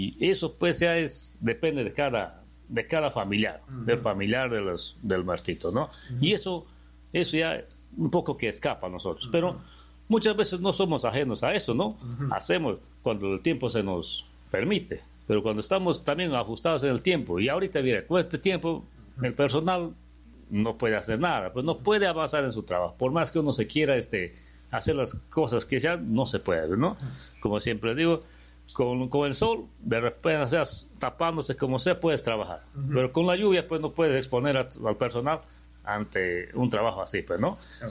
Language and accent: Spanish; Bellavista, San Martín, Peru; now in Lamas, Peru; Yo soy de Bellavista, pero ya me siento ser parte de Lamas porque vivo acá, me cobija Lamas y mi familia es de acá y tengo ese amor a Lamas